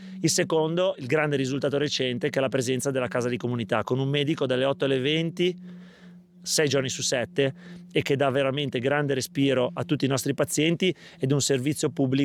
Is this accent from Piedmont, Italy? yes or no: no; Ronco Scrivia, Liguria, Italy; born there; sono nato a Ronco Scrivia, vivo a Ronco Scrivia